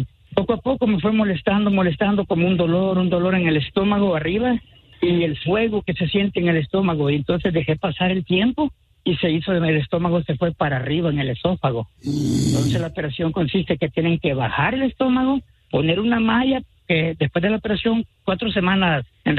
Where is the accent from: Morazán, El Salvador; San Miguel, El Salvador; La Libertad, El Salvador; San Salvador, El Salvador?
San Salvador, El Salvador; No, soy de San Salvador. Sí, mi mamá era de Usulután.